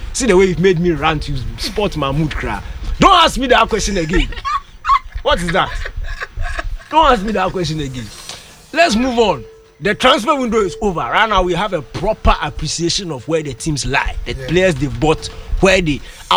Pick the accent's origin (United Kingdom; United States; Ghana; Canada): Ghana; last I checked, I don't come from Manchester. I'm a Ghanaian